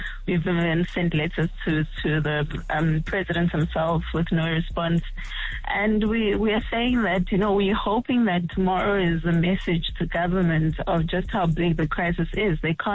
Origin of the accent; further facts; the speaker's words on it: South Africa; as a South African